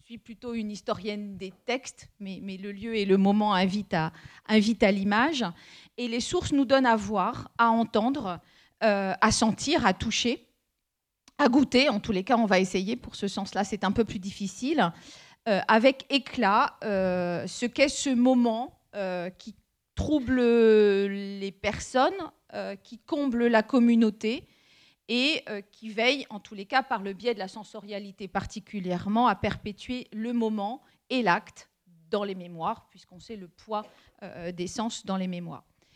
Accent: Trébeurden, Brittany, France; moved away as an adult; also born or lived in Rennes; je viens d'un petit village de Bretagne, des Côtes d'Armor qui s'appelle Trébeurden. Et l'horizon pour moi, c'était alors plutôt agréable. Hein, c'était la plage de Trébeurden. Et j'ai fait mes études à Rennes 2 et j'ai passé mon bac en breton.

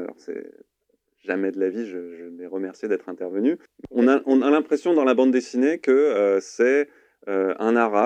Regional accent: France; born there; je ne suis pas arabe. Je suis blanc, je suis né en France, mes parents sont nés en France. Je suis un Français de souche, en fait.

